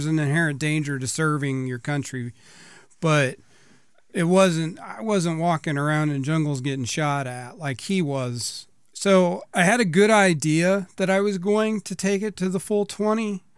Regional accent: Illinois, United States; So I grew up in Central Illinois, and I graduated from Williamsville High School, which is just a little bit north of Springfield.

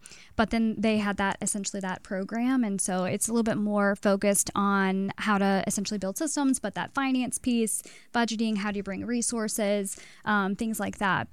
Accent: Eldorado, Illinois, United States; I grew up in El Dorado, which is a rural community in Southern Illinois.

